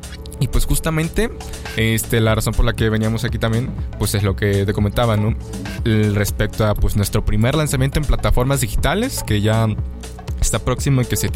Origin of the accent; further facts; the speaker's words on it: San Andrés Tuxtla, Veracruz, Mexico; now in Xalapa, Mexico; bueno, yo, si bien la banda es originaria de aquí de Jalapa, yeah, pues yo pues no soy de aquí, yo soy de San Andrés Tuxtla. Radico aquí pues yeah, ya desde hace unos años. Yo me vine a estudiar acá mi carrera.